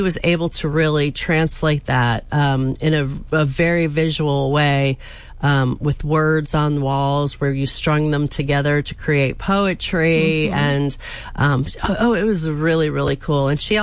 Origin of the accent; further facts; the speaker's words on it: Pennsylvania, United States; moved away as an adult; now in Shreveport, United States; moved to another arena in my hometown, which is in Northeast Pennsylvania